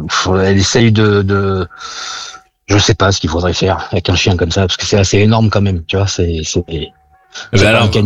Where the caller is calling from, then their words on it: Limoges, Nouvelle-Aquitaine, France; chez nous à Limoges